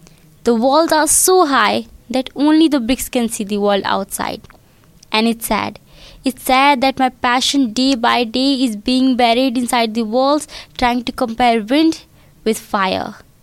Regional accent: India; from India. I'm 16 years old.

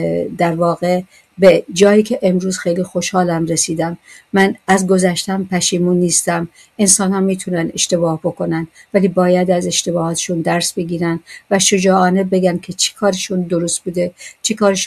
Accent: Kermanshah, Iran; moved away as an adult; من زمانی که در ایران بودم قبل از انقلاب

